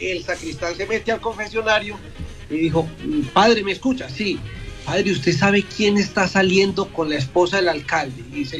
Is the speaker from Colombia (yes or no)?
yes; Caramanchuma, Antioquia, Colombia; Caramanchuma, que es mi pueblo.